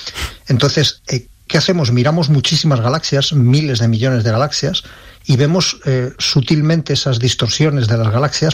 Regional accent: Ávila, Castile and León, Spain; yo soy de Ávila y en Ávila tenemos unos cielos envidiables, de hecho tenemos reservas Starlight.

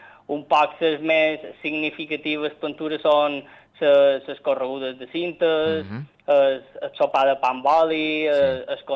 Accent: Santanyí, Balearic Islands, Spain; jo que som de Santanyí, sí. Són festes que he viscut tota la vida

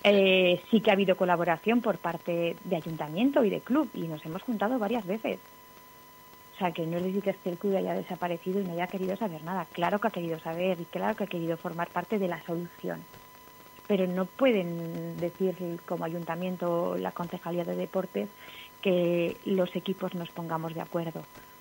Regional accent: Calatayud, Aragon, Spain; creemos que representamos a Calatayud porque somos de Calatayud y que debemos seguir representando a Calatayud.

